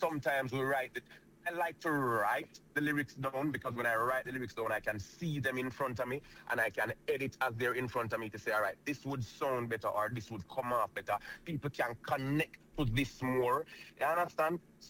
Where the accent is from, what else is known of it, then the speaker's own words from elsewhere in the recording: Jamaica; So, I was away from Jamaica for about 6 months in Las Vegas doing a performance in a show called … Hope Road, right? Me and a few other Jamaicans